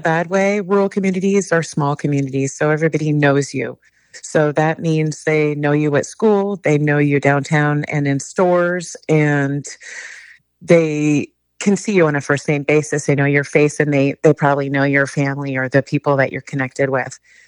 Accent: Perth, Ontario, Canada; now in Chico, United States; I'm from Canada and I grew up in a small town in Perth, Ontario.

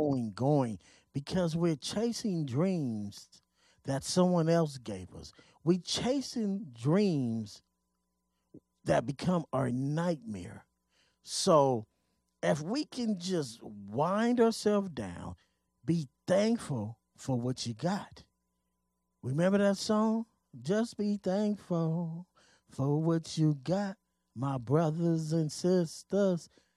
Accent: Pomona, California, United States; my hometown of Pomona

